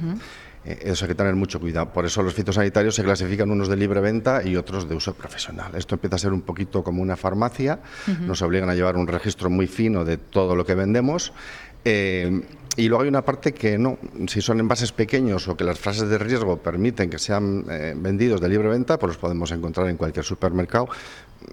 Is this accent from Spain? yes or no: yes; Deba, Basque Country, Spain; yo soy de Deva